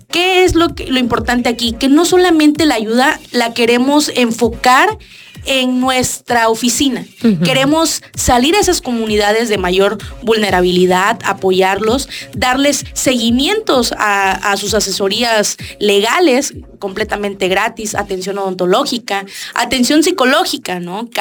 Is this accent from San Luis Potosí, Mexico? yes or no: no; Tapachula, Chiapas, Mexico; yo soy de origen tapachulteca, mis papás son tapachultecos, mis abuelas, todos mis familiares somos de Tapachula. Yo nací y crecí aquí